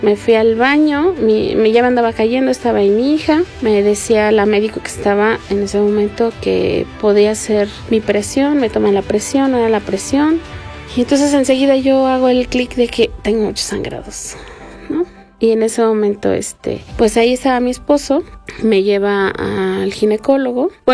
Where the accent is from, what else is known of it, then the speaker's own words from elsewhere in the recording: Pachuca, Hidalgo, Mexico; soy de aquí de Pachuca y pues nos dedicamos a... Bueno, yo soy psicóloga, tengo 44 años.